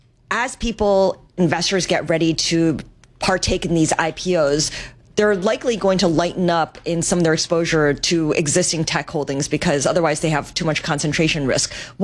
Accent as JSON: {"language": "English", "region": "New York", "country": "United States", "said": "Can I, as a New Yorker, buy New Jersey muni bonds, and do I get that tax benefit?"}